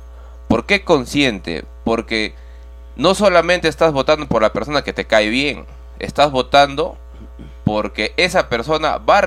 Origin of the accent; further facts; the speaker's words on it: Villa Rica, Pasco, Peru; somos personas de Villarrica, jóvenes, muy responsables, ¿no?, y muy trabajadores